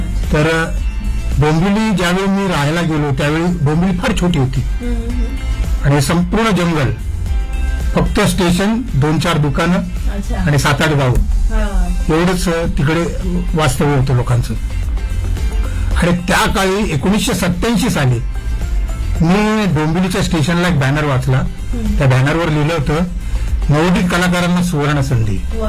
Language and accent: Marathi; Mumbai, Maharashtra, India; मी आधी मुंबईत राहायचो. वरळी कोळीवाडा हे माझं गाव, आणि कोळीवाडा म्हटलं की संपूर्ण कोळ्यांचं गाव येते.